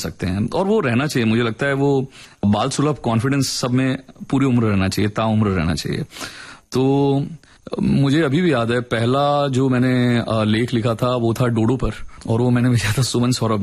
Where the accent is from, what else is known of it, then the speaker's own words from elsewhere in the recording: Bhilai, Chhattisgarh, India; एक दशमेश लाइब्रेरी करके हमारे शहर में लाइब्रेरी हुआ करती थी भिलाई में, गोल मार्केट में, बहुत बड़ी लाइब्रेरी थी।